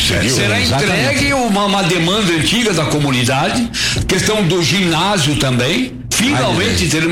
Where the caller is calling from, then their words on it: Nova Prata, Rio Grande do Sul, Brazil; a maior parte da vida é daqui